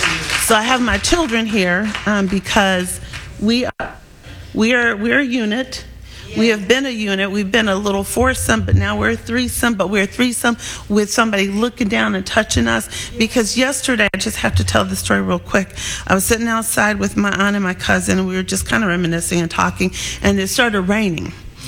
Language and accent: English; Georgia, United States; now in Chicago, United States; I might say I'm from Georgia, because I am, and I love being from Georgia